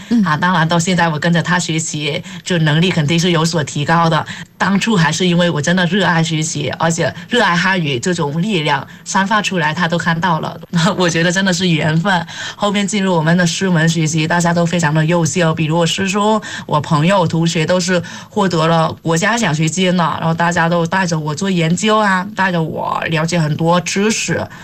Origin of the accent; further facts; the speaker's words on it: Vietnam; first language Vietnamese; Chinese is a second language; moved away as an adult; now in Beijing, China; 在我们越南的语言就是这样。